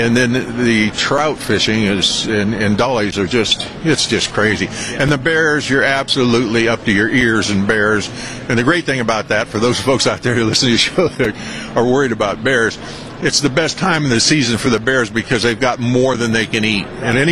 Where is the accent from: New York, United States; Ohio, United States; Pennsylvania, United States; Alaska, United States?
Ohio, United States; In the rural part of Ohio, I grew up outside of Akron, probably 30 miles south, east of Cleveland. And, you know, dairy farm kind of area.